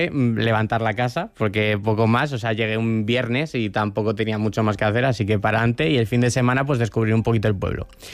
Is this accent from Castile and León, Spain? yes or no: yes; León, Castile and León, Spain; now in Madrid, Spain; Yo soy de León, pero vivo habitualmente en Madrid y vale. Soy urbanita desde hace muchísimo tiempo.